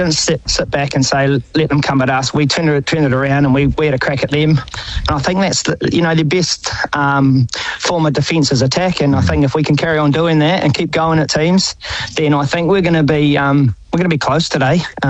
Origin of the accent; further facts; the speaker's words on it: Napier, Hawke's Bay, New Zealand; we're all from Napier